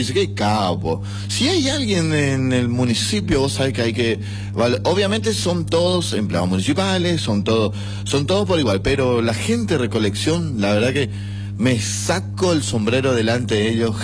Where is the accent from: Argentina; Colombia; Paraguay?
Paraguay; ¿En serio te digo? Somos fáciles los paraguayos.